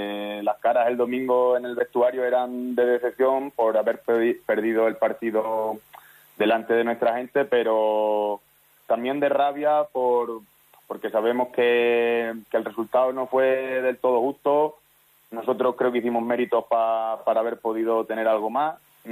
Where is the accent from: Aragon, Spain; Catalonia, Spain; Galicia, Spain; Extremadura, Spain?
Extremadura, Spain; toda mi carrera deportiva está siendo aquí, en mi pueblo, en mi equipo